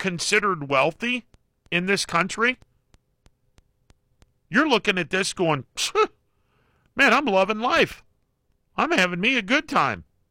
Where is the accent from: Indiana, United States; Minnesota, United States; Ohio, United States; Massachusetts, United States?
Ohio, United States; I am not from the Akron area. I'm from the southern part of the Mahoning Valley.